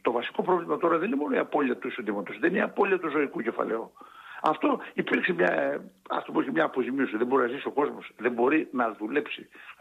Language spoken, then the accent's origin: Greek; Elassona, Thessaly, Greece; που είναι η Ελασσόνα, η ιδιαίτερη πατρίδα μου